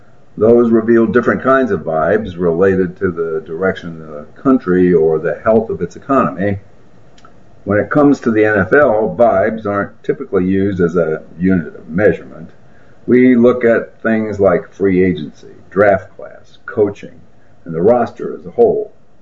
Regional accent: Manatí, Puerto Rico; When I was growing up in Manati, Puerto Rico, many of these guys were teaching me the game of baseball.

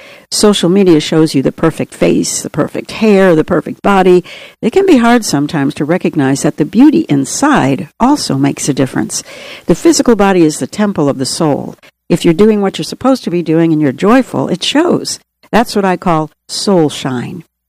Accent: Boston, Massachusetts, United States; born or raised there

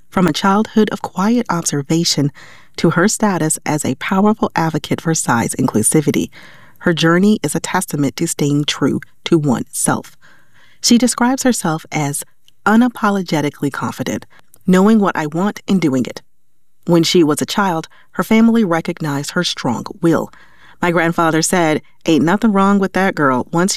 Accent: the South, United States; Since I'm from the South, rocking natural hair was a big deal for me.

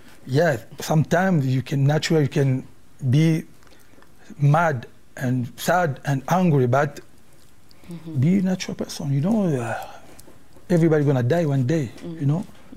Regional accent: Kinshasa, DR Congo; English is a second language; I never speak Swahili when I grew up in Kinshasa, I speak just Lingala, mm-hmm. a little bit French.

